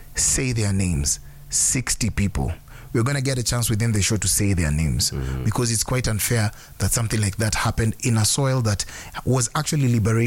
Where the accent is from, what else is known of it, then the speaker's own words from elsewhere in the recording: Kenya; I'm a Kenyan.